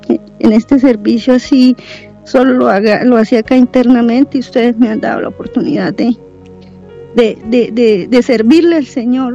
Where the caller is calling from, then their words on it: El Pital, Huila, Colombia; Me despido de acá, de la vereda Minas, del municipio del Pital, del Huila.